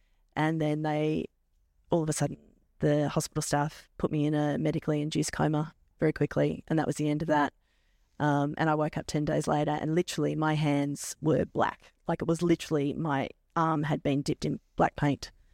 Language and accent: English; Melbourne, Victoria, Australia; now in Kilmore, Australia; So I grew up in Melbourne. I am the youngest of four kids. I've got two older brothers and an older sister.